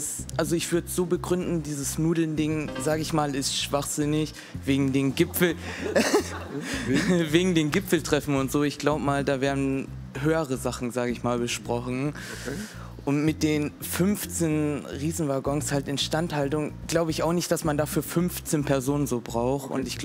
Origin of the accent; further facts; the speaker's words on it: Schleswig-Holstein, Germany; Ich komme aus Schleswig-Holstein.